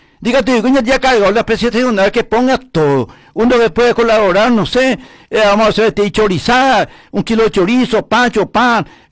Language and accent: Spanish; Carapeguá, Paraguarí, Paraguay; como colorado, como ciudadano carapegüeño paraguayo